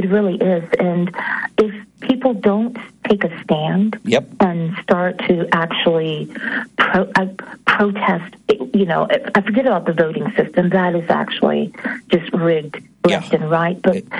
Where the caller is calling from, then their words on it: Georgia, United States; from Georgia.